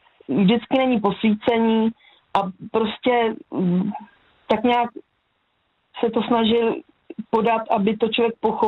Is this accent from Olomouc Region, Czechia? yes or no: no; Hladov, Vysočina Region, Czechia; Vyrůstali jsme na Hájence, na Hladově